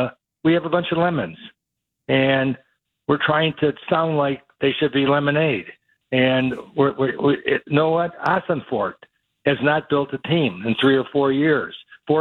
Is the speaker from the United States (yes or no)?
yes; Michigan, United States; I'm from Michigan.